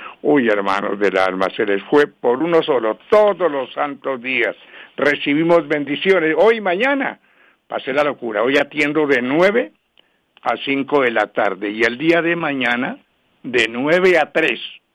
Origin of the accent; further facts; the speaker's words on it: Córdoba, Colombia; Soy del departamento de Córdoba.